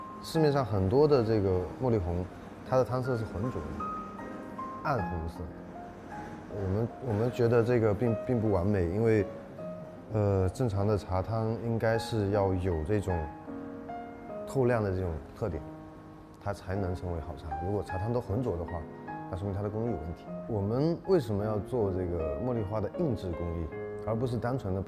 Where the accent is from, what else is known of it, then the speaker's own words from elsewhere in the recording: Fuzhou, Fujian, China; 我是小时候就在这个福州茶厂